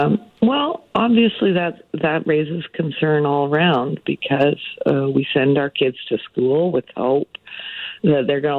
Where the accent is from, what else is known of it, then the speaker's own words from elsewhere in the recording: Ontario, Canada; I'm from Ontario.